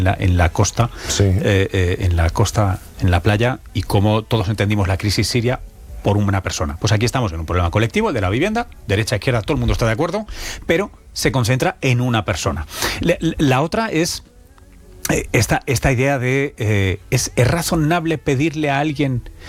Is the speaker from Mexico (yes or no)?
no; Tomelloso, Castilla-La Mancha, Spain